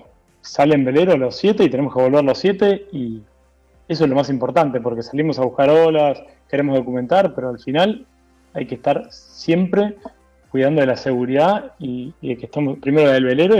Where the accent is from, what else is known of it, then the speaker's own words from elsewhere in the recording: Buenos Aires, Argentina; Somos de las afueras de la costa. Buenos Aires.